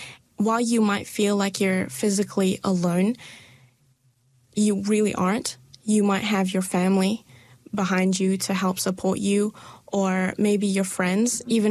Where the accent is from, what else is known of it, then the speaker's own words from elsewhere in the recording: Dunedin, Otago, New Zealand; born there; first language Malay; English is a second language; also born or lived in Malaysia; I have lived 10 years in New Zealand, 10 years in Malaysia. My English is better than my Malay